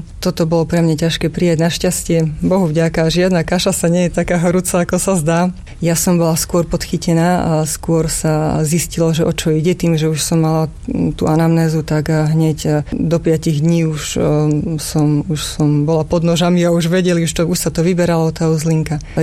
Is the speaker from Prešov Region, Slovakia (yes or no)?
yes; Prešov, Prešov Region, Slovakia; Mňa už vlastne nechceli liečiť ani v Prešove, odkiaľ pochádzam, ani v Košiciach